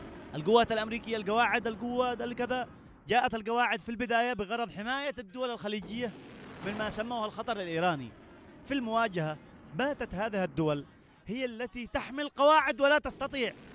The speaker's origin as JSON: {"language": "Arabic", "country": "Yemen", "said": "عندنا في اليمن"}